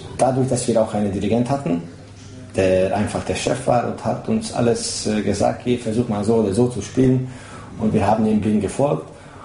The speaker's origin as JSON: {"language": "German", "town": "Mohács", "region": "Baranya", "country": "Hungary", "tie": "born or raised there", "moved": "yes", "lives_now": "Düsseldorf, Germany", "said": "Ich bin hier in Mohacs aufgewachsen, wie nämlich 90% von dem Band."}